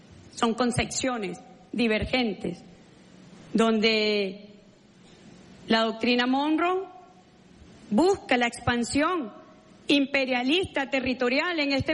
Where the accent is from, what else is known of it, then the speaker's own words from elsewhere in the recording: Venezuela; Esos somos los venezolanos y las venezolanas de bien.